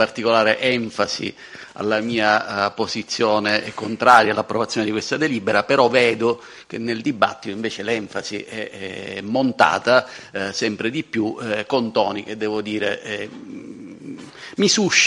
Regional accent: Catania, Sicily, Italy; lo dico da catanese come il consigliere Bisogni

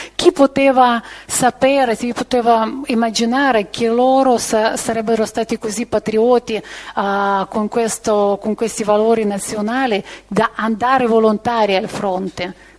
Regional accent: Ukraine

